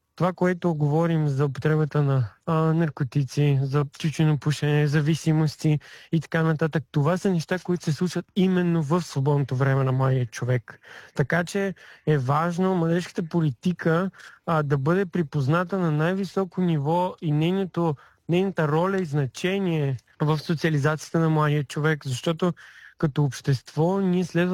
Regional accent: Varna, Varna Province, Bulgaria; в момента се намирам в моя роден град Варна

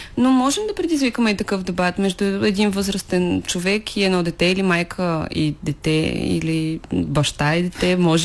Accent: Plovdiv, Plovdiv Province, Bulgaria; born there

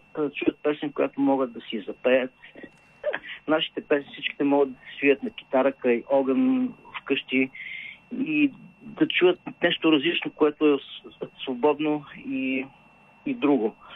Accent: Stara Zagora, Stara Zagora Province, Bulgaria; Ами, много обичам Стара Загора. Това е родния ми град.

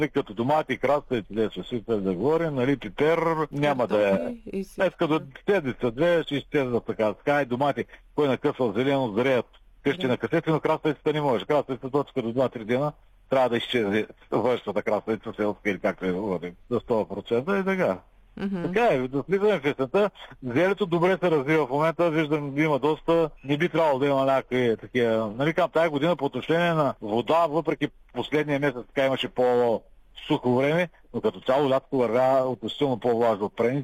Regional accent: Northeast Bulgaria, Bulgaria; аз поне съм от Северо-Источна България и там имам си хора

